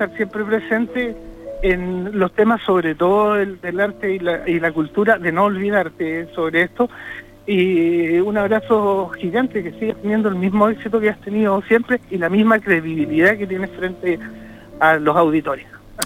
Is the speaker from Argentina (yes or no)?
no; Iquique, Tarapacá, Chile